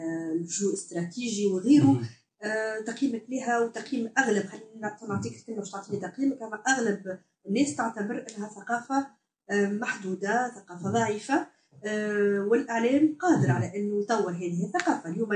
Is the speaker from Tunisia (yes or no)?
yes; Tunisia; فسرني كيفاش انا اليوم تونسي واللي يسمع فيا تونسي بسيط يخدم على روحه